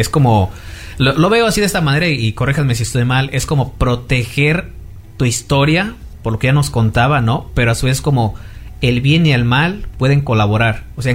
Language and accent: Spanish; Guanajuato, Mexico; Y es raro porque somos del estado de Guanajuato